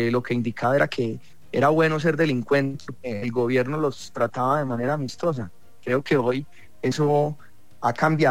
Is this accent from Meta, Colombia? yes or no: no; Medellín, Antioquia, Colombia; Yo soy de Antioquia, una de las regiones más afectadas por la violencia en este país. Soy de Medellín, una ciudad donde opera el 43% del crimen organizado de Colombia.